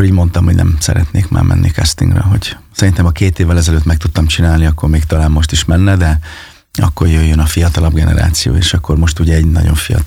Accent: Fényeslitke, Szabolcs-Szatmár-Bereg, Hungary; also born or lived in Kisvárda; Hát ugye én Fényes Litkén nőttem föl, és Kisvárdán születtem

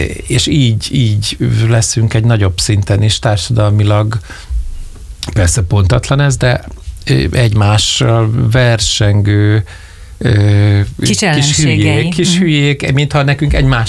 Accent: Hungary; ugyanott lakunk, és magyarok vagyunk

